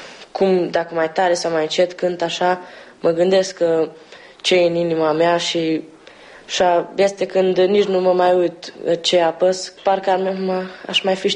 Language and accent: Romanian; Otlaca Pustă, Békés, Hungary; Sunt din Otlaca Pustă, originar din județul Cluj, localitatea Turda.